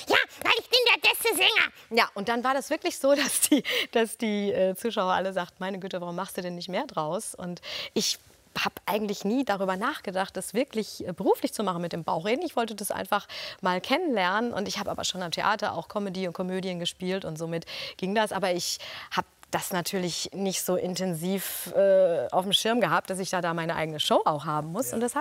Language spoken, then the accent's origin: German; North Rhine-Westphalia, Germany; weil ich komme ja gebürtig aus dem Ruhrgebiet.